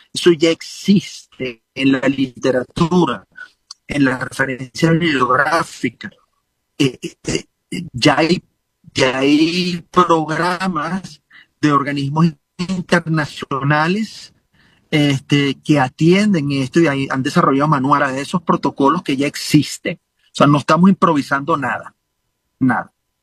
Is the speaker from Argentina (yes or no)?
no; Venezuela